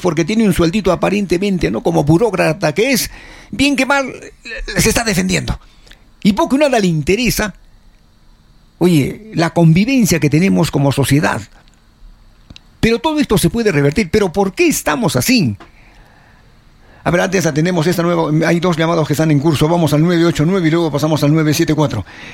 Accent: Peru

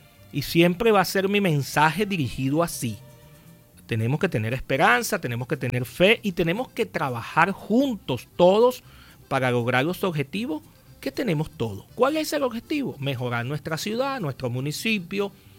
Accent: Venezuela

